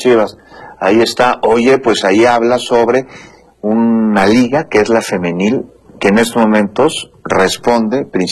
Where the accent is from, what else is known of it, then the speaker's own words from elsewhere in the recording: Mexico; los mexicanos somos norteamericanos